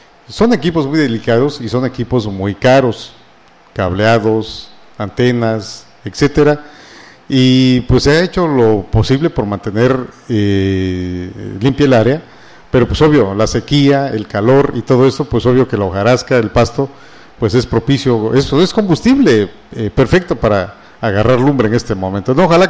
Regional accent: Mexico

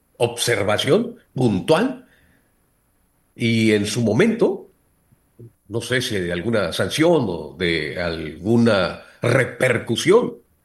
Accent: Mexico; una de las libertades que como mexicanos tenemos, que es la de expresión.

